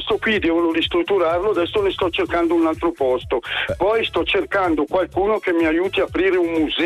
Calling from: Santa Maria Hoè, Lombardy, Italy; via Vincenzo Monti, Santa Maria Oe, numero 2, 23889, in provincia di Lecco.

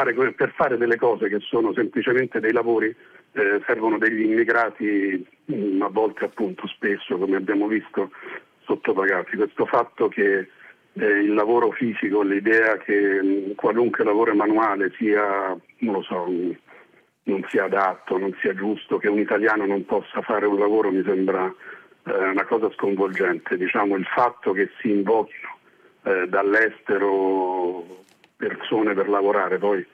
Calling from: Umbria, Italy; io vengo dall'Umbria, non sono un grande vecchio, sto ancora lavorando pur avendo compiuto 60 anni.

